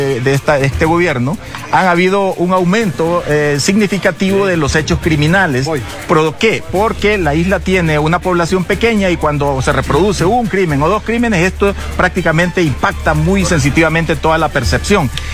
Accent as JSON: {"language": "Spanish", "country": "Honduras", "said": "nosotros como ciudadanos hondureños"}